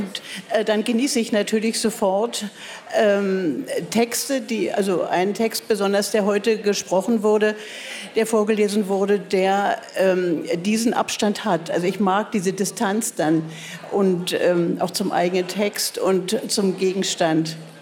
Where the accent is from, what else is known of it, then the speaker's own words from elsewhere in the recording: Berlin, Germany; ich bin eine Berliner Spottdrossel.